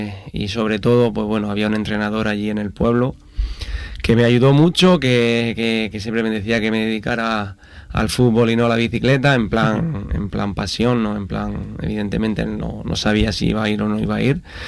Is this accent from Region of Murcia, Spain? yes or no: yes; Mula, Region of Murcia, Spain; Vino a Mula, a mi pueblo, nosotros éramos de aquí